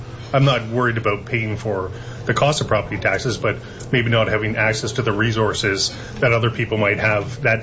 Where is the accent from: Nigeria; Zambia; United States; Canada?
Canada; Dunrobin, Ontario; born there; I was born in Dunrobin, currently live in Constance Bay. I left for a couple of years in the middle of my life and came back currently living in Constance Bay.